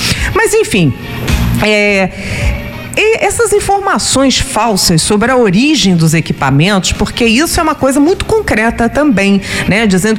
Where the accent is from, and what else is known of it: Brazil